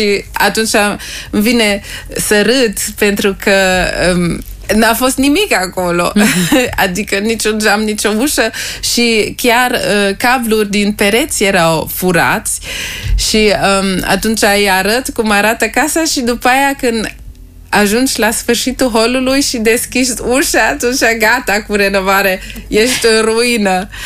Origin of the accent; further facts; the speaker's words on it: Germany; also born or lived in Timișoara, Romania; am crescut mai mult în Germania, că eu am plecat când aveam 5 ani.